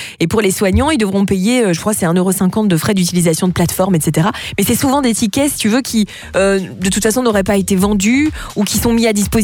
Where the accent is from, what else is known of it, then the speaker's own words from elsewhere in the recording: Wallonia, Belgium; chez nous, en Wallonie